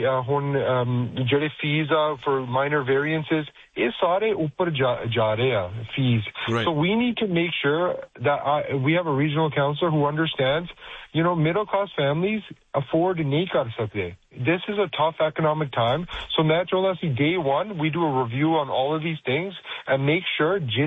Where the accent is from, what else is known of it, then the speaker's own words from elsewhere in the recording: Brampton, Ontario, Canada; ਮੈਂ ਬ੍ਰੈਂਪਟਨ, ਮੇਰੀ ਸਾਰੀ ਲਾਈਫ ਮੈਂ ਇੱਥੇ ਗਰੋ ਅਪ ਹੋਇਆ।